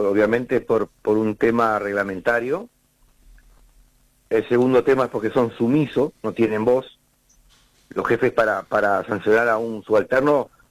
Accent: Cerro Chato, Uruguay; en Cerro Chato, en mi pueblo.

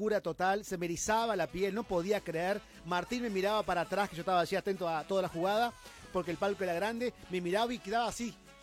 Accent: Uruguay; salimos de Rivera pensando de que íbamos a ver un evento común y corriente como todo uruguayo

